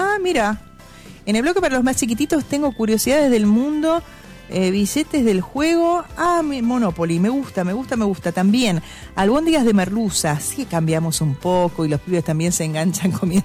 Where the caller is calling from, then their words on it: Paraná, Entre Ríos, Argentina; Hola Andrea … de Paraná, Entre Ríos.